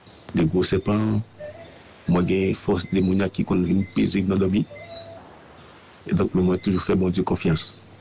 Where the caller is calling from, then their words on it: Martinique; Moi, je viens du côté de Martinique